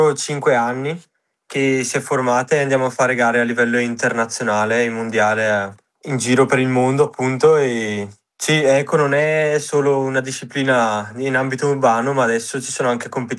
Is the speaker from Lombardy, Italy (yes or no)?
yes; Brescia, Lombardy, Italy; ho 19 anni e vengo da Brescia